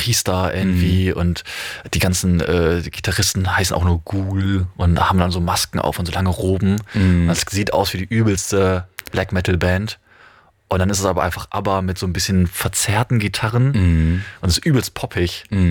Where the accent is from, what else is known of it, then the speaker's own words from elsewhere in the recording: North Rhine-Westphalia, Germany; Das stimmt gar nicht. Wir sind Ruhrpottler.